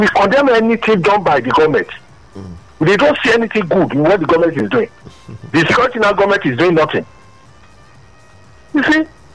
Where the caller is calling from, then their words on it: Oba, Nigeria; I'm calling from Oba.